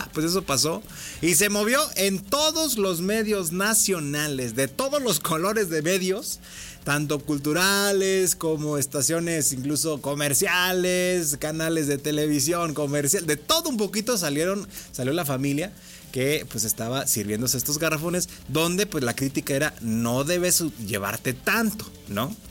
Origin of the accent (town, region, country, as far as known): Mexico